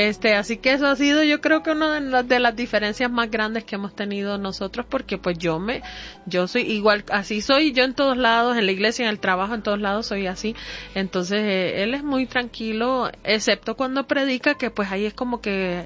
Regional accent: Puerto Rico; yo soy de Puerto Rico

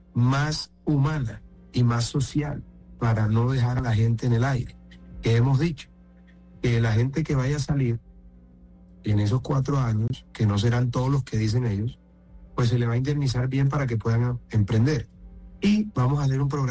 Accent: Colombia; born there; yo nací en Colombia. Yo soy ciudadano por nacimiento. Cumplo los tres requisitos. Mayor de 30 años, ciudadano por nacimiento

